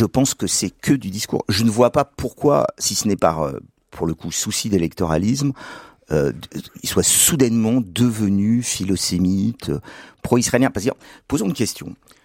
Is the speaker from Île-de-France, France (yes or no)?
no; Privas, Auvergne-Rhône-Alpes, France